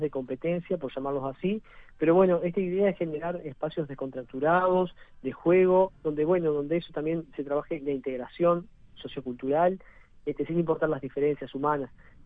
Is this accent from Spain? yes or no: no; San Carlos, Maldonado, Uruguay; con Flor los dos somos de San Carlos.